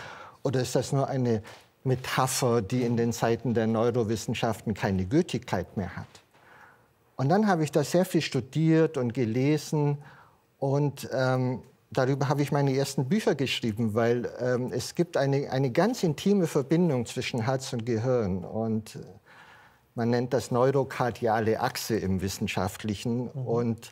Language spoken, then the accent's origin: German; Southern Germany, Germany; Also ich komme aus einfachem Hause. Wir sind maximal mal ins Allgäu gefahren. Ich stamme aus Süddeutschland und wir waren nie am Meer.